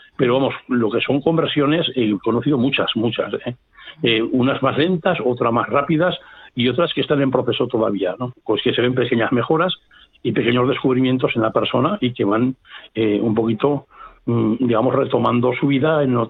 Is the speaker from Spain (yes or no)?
yes; Aragon, Spain; now in Catalonia, Spain; Bueno, yo soy de Zaragoza, de un pueblo de Zaragoza, pero bueno, tengo ya unos años aquí